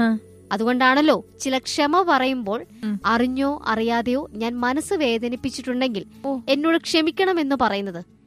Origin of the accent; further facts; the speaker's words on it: Kadavanthra, Kerala, India; എറണാകുളം കടവന്ത്ര സ്വദേശിയാണ്.